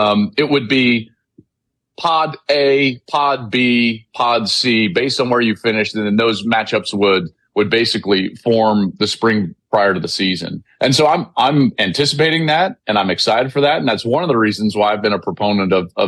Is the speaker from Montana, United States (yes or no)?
no; Denver, Colorado, United States; like I'm from Denver. We can root for the Broncos.